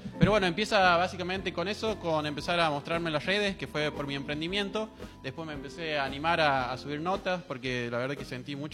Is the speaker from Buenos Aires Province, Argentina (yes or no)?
no; Ojo de Agua, Santiago del Estero, Argentina; en Ojo de Agua, que es mi pueblo de donde yo soy, acá en Santiago, en Sumampa